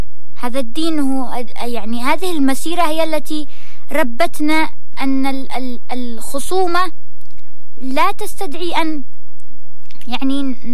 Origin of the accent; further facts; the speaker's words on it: Sanaa, Amanat Al Asimah, Yemen; عندنا في صنعاء